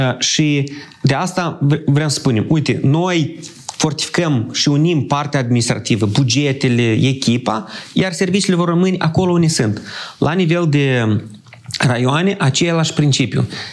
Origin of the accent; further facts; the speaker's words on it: Ratuș, Moldova; eu locuiesc în satul în care m-am născut și tot timpul când mă prezint și ceva, dar de unde ești, spun din Ratuș, Ratuș Târșelceni.